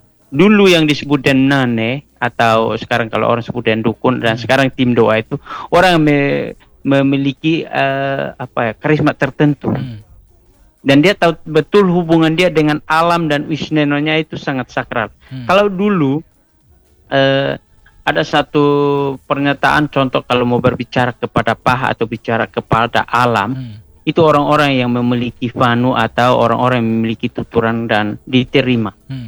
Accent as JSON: {"language": "Indonesian", "region": "East Nusa Tenggara", "country": "Indonesia", "said": "ritualnya dalam kalangan kami orang Atoni itu adalah naketi."}